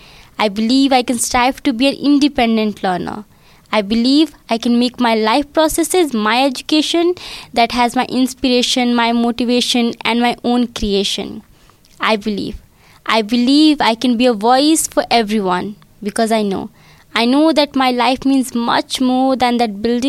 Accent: India; from India. I'm 16 years old.

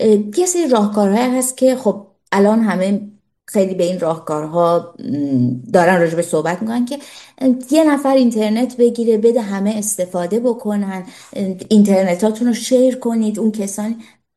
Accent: Iran; moved away; همه مایی که بیرون از ایران هستیم

